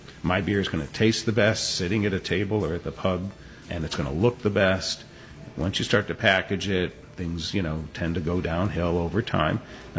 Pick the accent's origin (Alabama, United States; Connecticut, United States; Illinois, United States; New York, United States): Connecticut, United States; Bridgeport; When I came up to UConn, I was originally from Bridgeport, and I love the rural aspect of the area